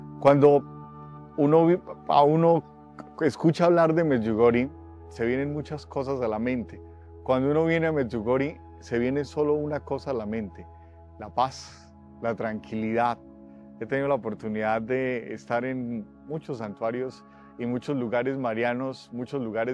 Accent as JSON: {"language": "Spanish", "region": "Boyacá", "country": "Colombia", "lives_now": "-", "said": "Soy sacerdote colombiano de la diócesis de Vitama Sogamoso, allí en Colombia."}